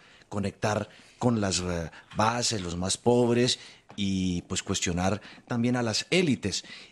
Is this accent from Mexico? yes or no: no; Colombia; terminamos es comprando eso, promesas, y no nos dan lo que nos prometen y terminamos como medio frustrados como colombianos.